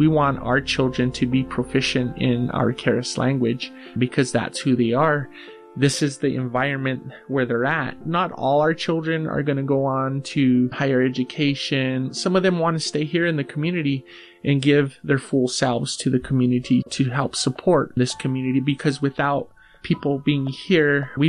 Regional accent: Cochiti, New Mexico, United States; also born or lived in San Felipe

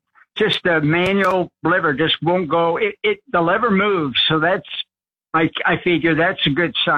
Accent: California, United States; I'm from California all my life. I never had the problem, but living in the desert, beautiful area. High desert

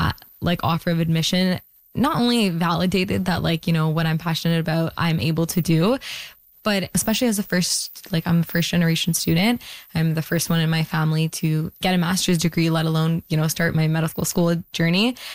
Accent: Peel, Ontario, Canada; I think one, growing up in Peel, I've seen the need.

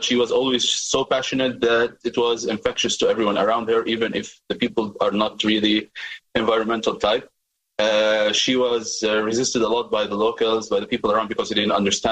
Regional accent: Mansouri, South Governorate, Lebanon; I was a kid from the Al-Mansouri town. I was on the beach, swimming like everyone else.

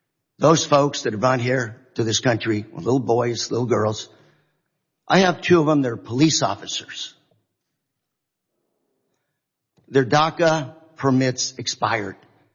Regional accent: California, United States; I'm from California, a sanctuary state, from Orange County

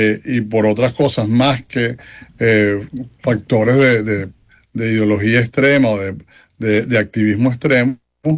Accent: Venezuela; bueno, yo soy venezolano de origen

